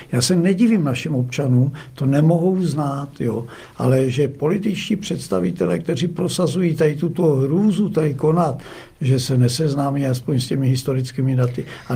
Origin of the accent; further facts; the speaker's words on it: South Moravian Region, Czechia; já pocházím z Jihomoravského kraje a vím, že naprostá většina občanů Jihomoravského kraje si to nepřeje